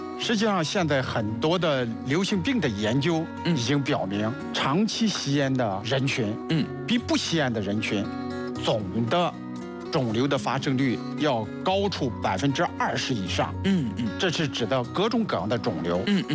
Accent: China

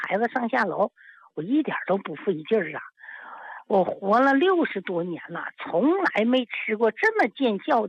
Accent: Zhaoyuan, Heilongjiang, China; accent: Northeastern; moved away as an adult; now in Guangxi, China; 我老家我是东北，我是黑龙江皂源县的。

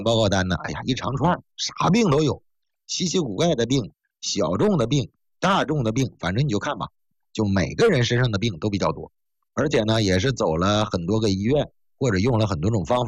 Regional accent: Northeast China, China; accent: Northeastern Mandarin; 我们东北话就说这个人犟啊

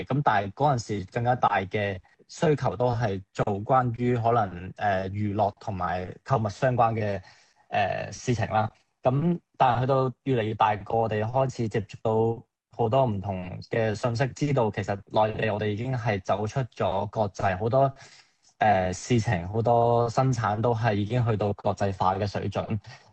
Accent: Hong Kong; moved away as an adult; also born or lived in United Kingdom; 其實我由細到大都係香港度成長嘅，即係小學、中學去到大學就去咗英國讀書。咁海歸翻嚟香港

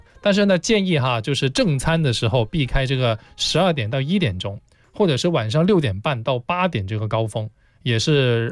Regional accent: Guangzhou, Guangdong, China; 我作为广州人认证

